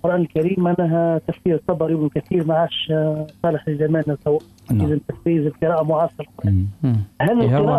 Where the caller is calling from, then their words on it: Chebba, Mahdia Governorate, Tunisia; من شيبة المهدية.